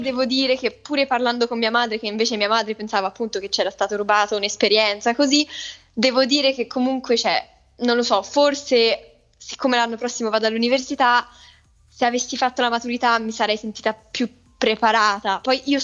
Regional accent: Lebanon; moved away as an adult; now in Italy; io ho vissuto tanto tempo in Libano, quindi mi ricordo, cioè tutta la mia adolescenza l'ho fatta in Libano.

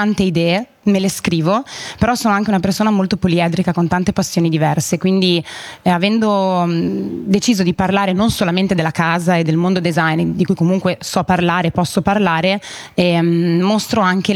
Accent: Emilia-Romagna, Italy; also born or lived in Milan; now in Bologna, Italy; e facevo piccole consulenze a privati più nelle mie zone, quindi in Romagna, perché io sono romagnola. E quando mi sono poi trasferita a Milano, ho conosciuto dopo poco il mio attuale compagno, ho lasciato Milano per andare a Bologna.

